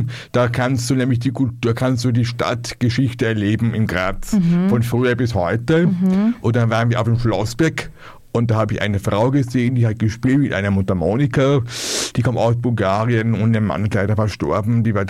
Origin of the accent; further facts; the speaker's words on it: Italy; Ich bin Italiener.